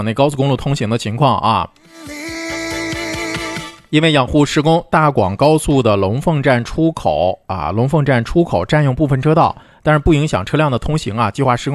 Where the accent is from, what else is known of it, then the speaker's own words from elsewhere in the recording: Harbin, Heilongjiang, China; 也是陪伴咱们哈尔滨人几代人的这个社区大院的花卉